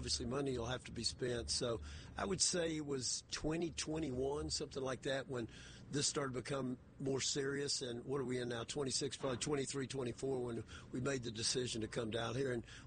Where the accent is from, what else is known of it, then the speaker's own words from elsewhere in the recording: Tennessee, United States; I will relay a story from my home state of Tennessee